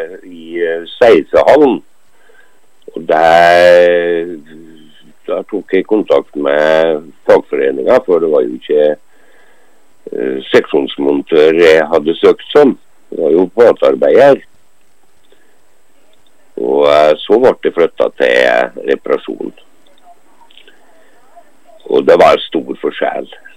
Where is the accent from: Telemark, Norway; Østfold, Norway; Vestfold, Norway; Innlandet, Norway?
Innlandet, Norway; moved away as an adult; now in Oslo, Norway; Jeg kjører fra Gudbrandsdalen.